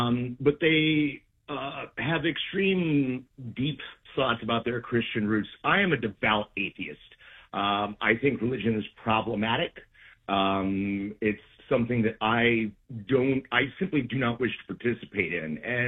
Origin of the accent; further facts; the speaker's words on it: Brooklyn, New York, United States; now in Chattanooga, United States; I'm originally from Brooklyn, but I'm stuck down here, not to my own decision at the moment.